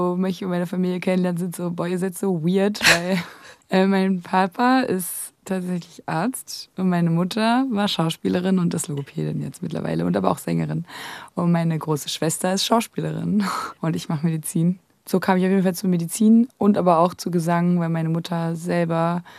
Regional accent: Berlin, Germany; moved away as an adult; also born or lived in Marburg; now in Rostock, Germany; Also ich bin in Berlin-Wilmersdorf aufgewachsen, im gut behüteten, mit meiner großen Schwester und meinen Eltern.

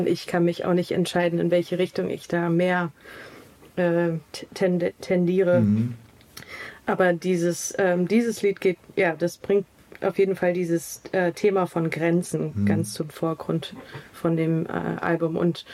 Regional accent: Canada; German is a second language; moved away as an adult; also born or lived in New Zealand; now in Germany; weil ich bin auch nicht in Deutschland aufgewachsen. Es ist wirklich nicht meine Muttersprache, obwohl meine Mutter Deutsch ist. Und also in Kanada und Neuseeland aufgewachsen zu sein und dann mit 18 zum ersten Mal nach Deutschland zu ziehen

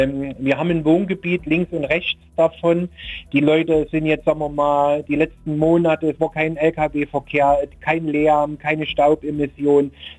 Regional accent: Elstertrebnitz, Saxony, Germany; Da die Firma den Verein bei uns in Elster-Triebnis auch bei den Ortsanliegen sehr viel, sagen wir mal, finanziell und materiell mit unterstützt hat

